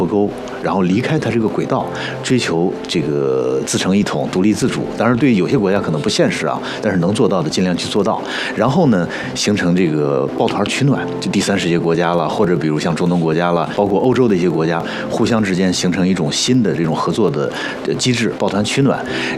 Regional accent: China; 作为我们中国人的立场啊，我们觉得要独立自主，对吧？

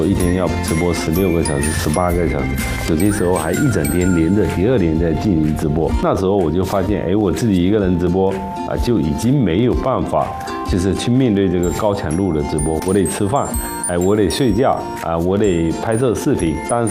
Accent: Xiapu, Fujian, China; 这片滩涂啊，是我的老朋友了。我从小就在这边跟我爸一起赶海。

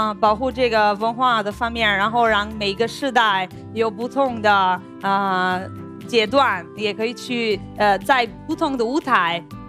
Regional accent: Siena, Tuscany, Italy; Chinese is a second language; moved away as an adult; now in China; 我的老家谢娜在意大利那边

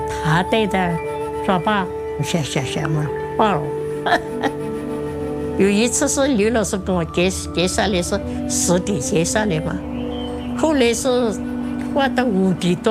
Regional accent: Yunnan, China; 以前的老房子，那我小时候住在这边了。我们老家在这里了，这里。以前我家里有地，有一船，我们全家住地，划船打鱼。

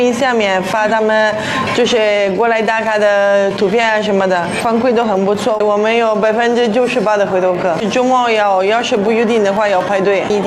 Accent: Rome, Lazio, Italy; Chinese is a second language; now in China; 我是在罗马长大的，然后我爸爸是西西里人，这个两个城市都是很活泼、很有烟火气

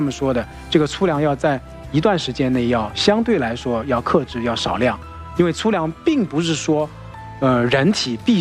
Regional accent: China; 我们中国人的角度

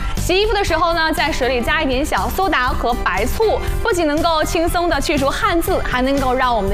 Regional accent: Jilin, China

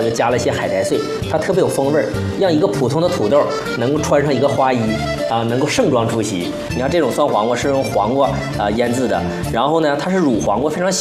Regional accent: Harbin, Heilongjiang, China; 因为我们东北人呢吃辣吃不了太猛烈的辣，他喜欢吃柔辣，所以说这个肠我感觉非常适合我们哈尔滨人。

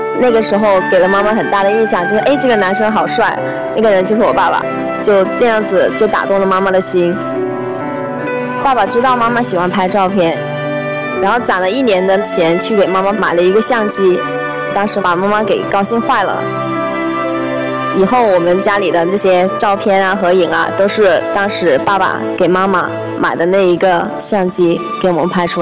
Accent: Shenzhen, Guangdong, China; 我今年28岁，来自深圳。

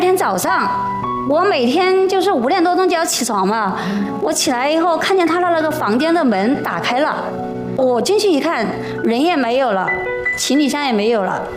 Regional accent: Yichang, Hubei, China; 我们宜昌那边不是有一个烤火的桌子吗

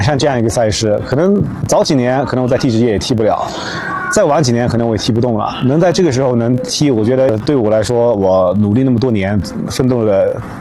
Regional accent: Yunnan, China; 但是，我是云南人，但是包括像接下来我们像怒江啊这些，我都没去过。这些城市包括文山我也是第一次去，

